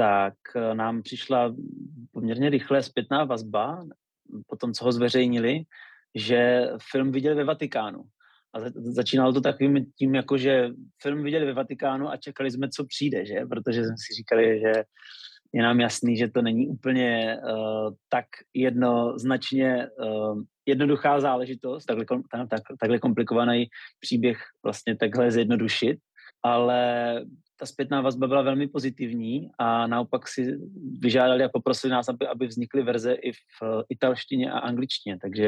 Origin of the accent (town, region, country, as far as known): Lipník nad Bečvou, Olomouc Region, Czechia